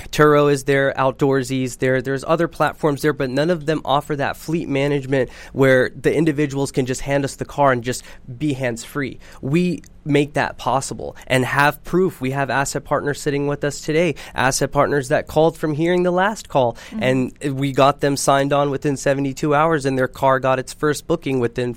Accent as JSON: {"language": "English", "town": "Dallas", "region": "Texas", "country": "United States", "tie": "born or raised there", "said": "I'm born and raised in Dallas, Texas."}